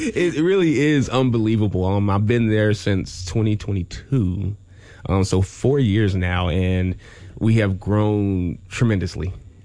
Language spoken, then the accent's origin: English; North Carolina, United States; moved away as an adult; So I'm from North Carolina.